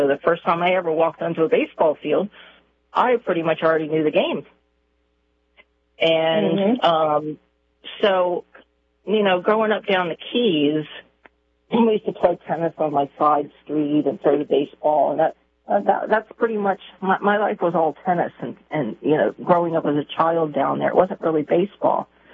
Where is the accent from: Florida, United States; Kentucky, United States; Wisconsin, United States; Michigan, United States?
Florida, United States; Key West; I grew up in Key West, Florida, on an island back in the early 1970s